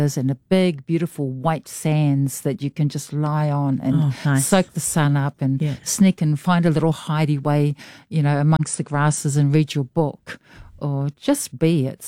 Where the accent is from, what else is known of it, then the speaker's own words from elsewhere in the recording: Gisborne, New Zealand; because I grew up in Gisborne or, you know, around Gisborne and Mangatū and Te Karaka, very small places.